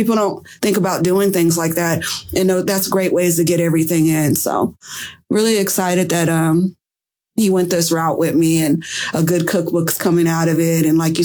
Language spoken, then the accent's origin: English; San Diego, California, United States; now in Wisconsin, United States; You know, I'm from San Diego, California.